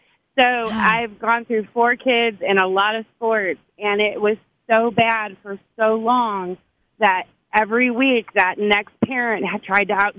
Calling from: New Haven, Indiana, United States; I'm from New Haven.

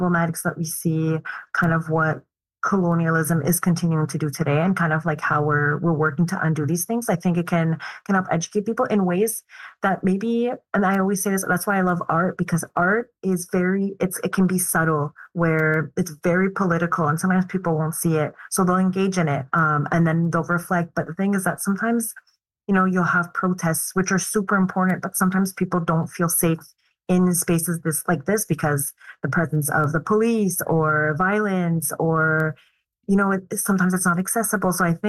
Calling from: Montreal, Quebec, Canada; And I also, I'm speaking from Montreal.

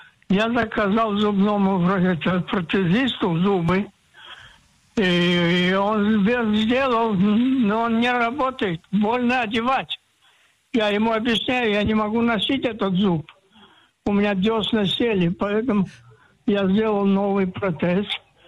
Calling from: Bat Yam, Tel Aviv District, Israel; Я из Батьяма.

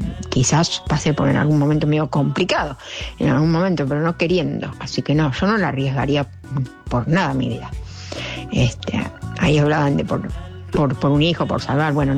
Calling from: Santos Lugares, Buenos Aires Province, Argentina; de Santos Lugares.

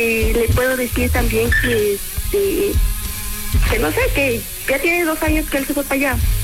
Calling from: Oaxaca, Mexico; Yo soy de Oaxaca

